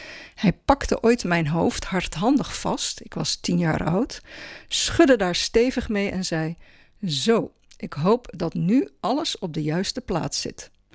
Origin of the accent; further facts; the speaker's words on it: Randstad, Netherlands; accent: Randstad; Mijn accent is van de Randstad.